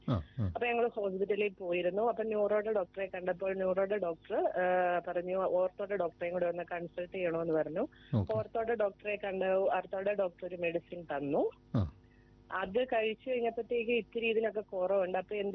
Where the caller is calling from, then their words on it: Pala, Kerala, India; ഞാൻ പാലായിൽ നിന്നാണ് വിളിക്കുന്നത്.